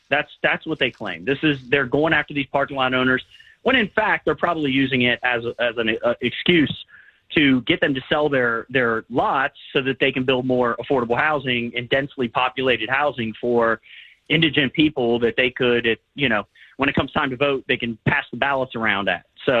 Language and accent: English; Cincinnati, Ohio, United States; I grew up in Price Hill. We were poor. We lived around a bunch of poor people.